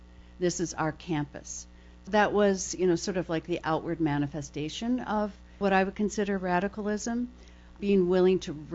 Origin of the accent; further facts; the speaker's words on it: Toledo, Ohio, United States; born or raised there